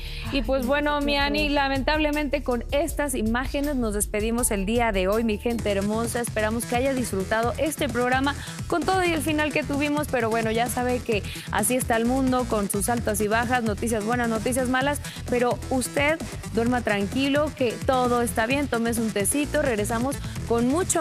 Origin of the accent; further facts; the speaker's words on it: Guadalajara, Jalisco, Mexico; moved away; en mi ciudad, de donde yo soy, Guadalajara, Jalisco